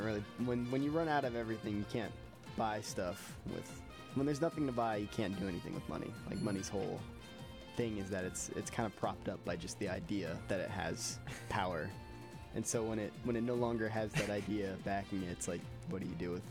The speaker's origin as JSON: {"language": "English", "region": "Louisiana", "country": "United States", "said": "I'm from Louisiana."}